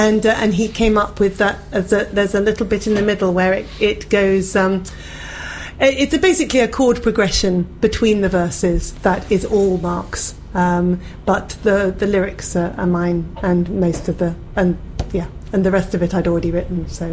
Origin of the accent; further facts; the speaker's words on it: England, United Kingdom; I'm English